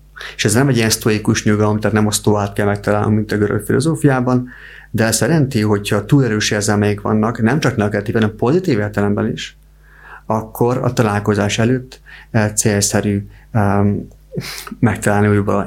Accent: Hungary; Mondjam azt, hogy magyarok vagyunk.

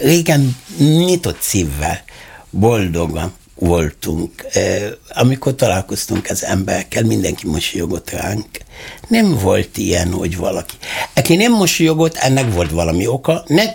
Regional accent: Egypt; Hungarian is a second language; now in Hungary; Én jöttem a szeretet országból

